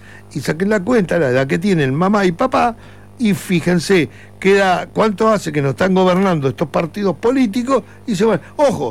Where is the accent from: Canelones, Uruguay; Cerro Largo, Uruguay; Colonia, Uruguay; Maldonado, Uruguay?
Maldonado, Uruguay; Yo soy recontra uruguayo, gracias a Dios, y recontra fernandino.